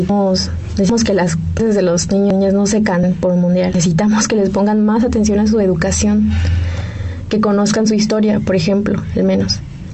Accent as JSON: {"language": "Spanish", "country": "Mexico", "said": "yo como mujer mexicana creo que estoy muy decepcionada"}